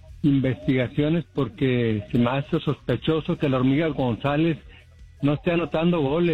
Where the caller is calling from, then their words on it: Las Vegas, Nevada, United States; De Las Vegas, Nevada.